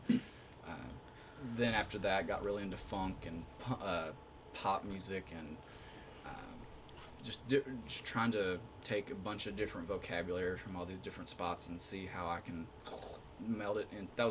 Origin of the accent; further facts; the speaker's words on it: Hazard, Kentucky, United States; born there; I went to Perry Central.